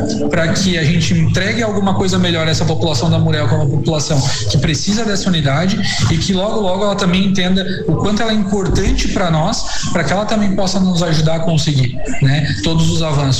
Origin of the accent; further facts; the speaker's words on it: Armazém, Santa Catarina, Brazil; Então, eu sou de Armazém, né?